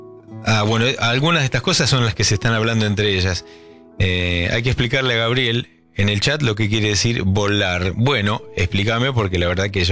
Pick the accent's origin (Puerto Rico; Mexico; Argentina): Argentina; La Rioja; born there; moved away; soy provinciano, nací en La Rioja, y hasta ahí viví los primeros años.